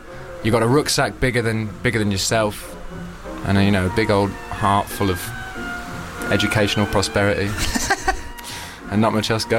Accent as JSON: {"language": "English", "town": "Birmingham", "region": "West Midlands", "country": "United Kingdom", "tie": "born or raised there", "said": "because I grew up in Birmingham. I failed my 11 plus, and that was the only one I could get into."}